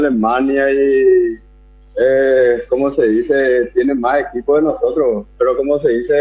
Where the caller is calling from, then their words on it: Paraguay; la mayoría somos todos paraguayos.